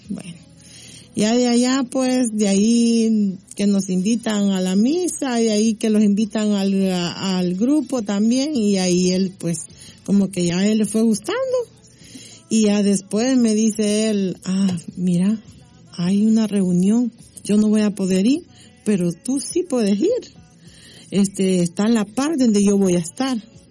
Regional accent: El Salvador; Pues ya, yo soy del Salvador y pues nos conocimos con mi esposo allá y nos conocimos aquí.

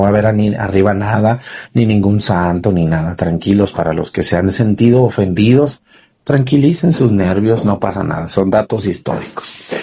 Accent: Mexticacán, Jalisco, Mexico; siento un deber muy hermoso de construir una recreación de lo que fue el paso de San Román Adame por mi pueblo Mexticacán

